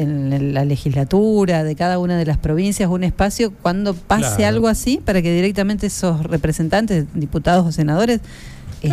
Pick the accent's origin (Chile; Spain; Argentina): Argentina; San Guillermo, Santa Fe